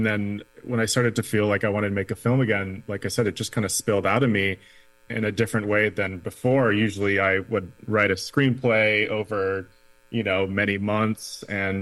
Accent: Twin Cities, Minnesota, United States; I didn't grow up in the reservation. I grew up in the Twin Cities. And so I felt a little bit of that distance there.

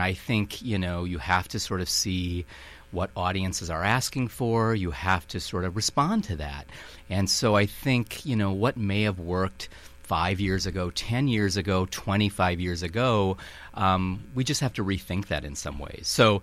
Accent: Saint Paul, Minnesota, United States; accent: Minnesota; also born or lived in Santa Cruz, California / Breckenridge, Colorado / Ann Arbor, Michigan; now in Racine, United States; I have this little Minnesota accent because I'm originally from St. Paul.

